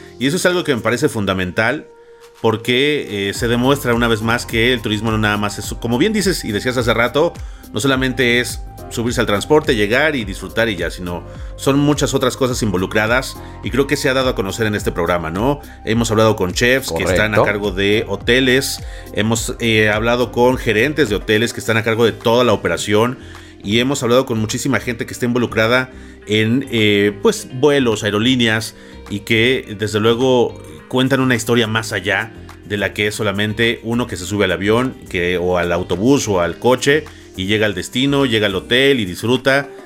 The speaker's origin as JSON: {"language": "Spanish", "country": "Mexico"}